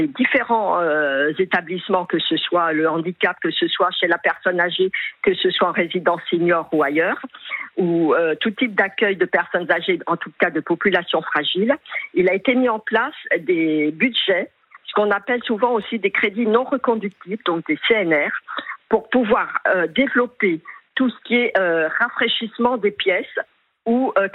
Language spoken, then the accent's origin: French; Île-de-France, France; j'ai fait la province comme Paris, comme l'Île-de-France, puisque je suis des Hauts-de-Seine